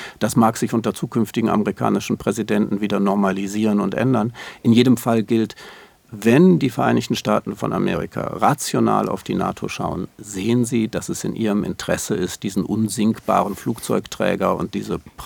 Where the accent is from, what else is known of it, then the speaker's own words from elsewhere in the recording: Germany; für uns als Deutsche